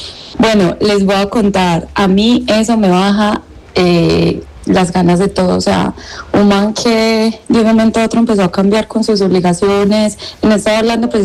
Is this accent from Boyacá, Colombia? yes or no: no; Manizales, Caldas, Colombia; soy de Manizales.